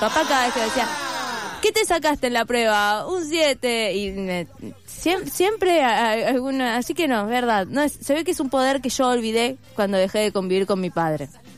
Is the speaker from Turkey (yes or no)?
no; Chile; Ay, no, es verdad que soy chilena, la puta madre.